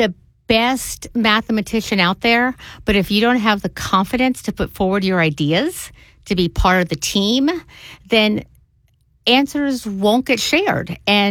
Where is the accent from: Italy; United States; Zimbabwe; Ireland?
United States; Tulsa, Oklahoma; I tease that I grew up in Tulsa, Oklahoma, and we would go on family vacations driving.